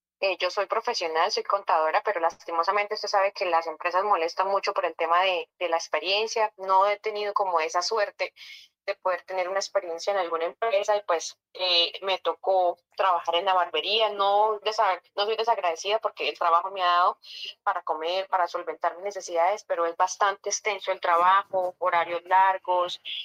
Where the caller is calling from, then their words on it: Bogotá, Colombia; Bogotá, Ciudad de la Colsubsidio.